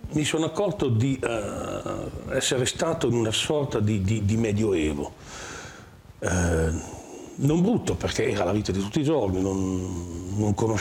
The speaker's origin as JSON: {"language": "Italian", "region": "Tuscan-Emilian Apennines", "country": "Italy", "tie": "born or raised there", "also_born_or_lived": "Modena", "said": "sono nato a Modena, ma per motivi proprio legati alla guerra mi hanno portato su nella casa dei nonni, che in un paese dell'Appennino tosco-emiliano. E lì sono cresciuto"}